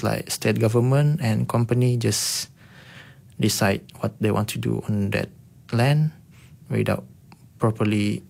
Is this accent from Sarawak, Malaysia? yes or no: yes; Dalat, Sarawak, Malaysia; I'm from Dalat